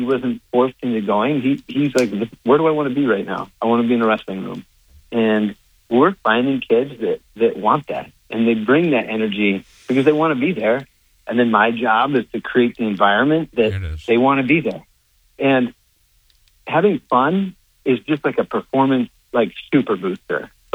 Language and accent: English; West Coast, United States; moved away; I grew up in the West Coast and went to Division I at Stanford.